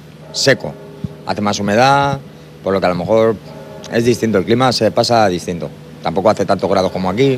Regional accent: Barcelona, Catalonia, Spain; now in Murcia, Spain; Pues bueno, yo vengo de Barcelona, he salido hace como un año de la cárcel.

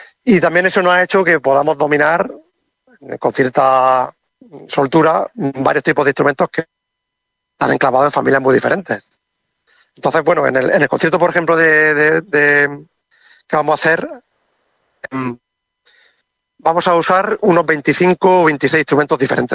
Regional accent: Calasparra, Region of Murcia, Spain

